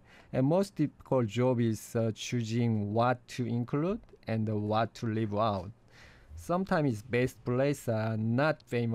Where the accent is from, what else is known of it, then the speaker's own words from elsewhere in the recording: Jeju, South Korea; English is a second language; moved away as an adult; When I told him I was from Jeju